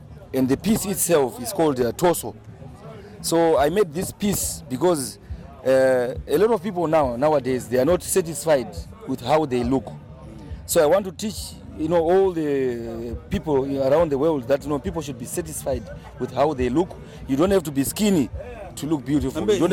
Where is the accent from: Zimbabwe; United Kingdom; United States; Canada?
Zimbabwe; now in Vienna, Austria; I come from Zimbabwe